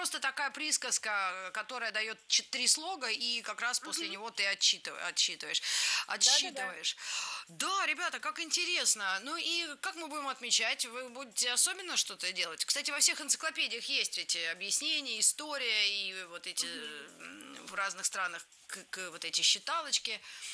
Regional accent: Moscow, Russia; я вот родилась в Москве, моя родина Москва

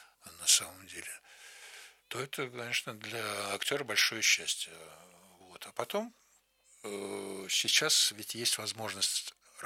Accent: Saint Petersburg, Russia; moved away as an adult; now in Moscow, Russia; я не собирался учиться в Москве, как коренной ленинградец.

